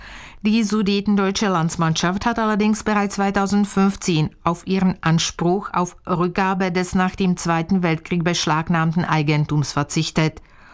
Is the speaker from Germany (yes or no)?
no; Ostrava, Moravian-Silesian Region, Czechia; Meine Eltern sind dort geboren. Dann zogen sie jedoch für die Arbeit nach Ostrau. Ich bin also schon eine gebürtige Ostrauerin.